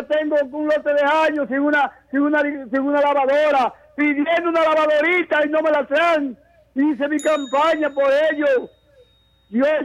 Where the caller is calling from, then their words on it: Jaibón, Valverde, Dominican Republic; de Jalbón